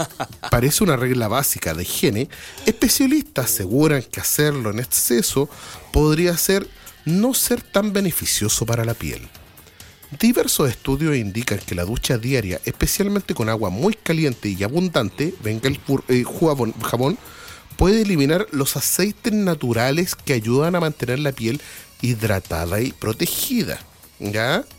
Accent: Santiago, Santiago Metropolitan Region, Chile; moved away as an adult; also born or lived in Lo Barnechea / Valparaíso; now in Melipilla, Chile; yo soy nacido y criado en Conchalí, los primeros asaltos, devoluciones. Viví en La Pincoya, ¿cachai? Viví después en Lo Barnechea. Yo viví en Playa Ancha.

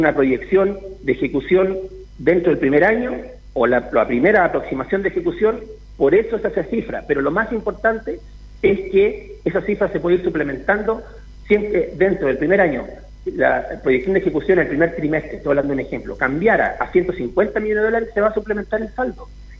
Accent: Chile

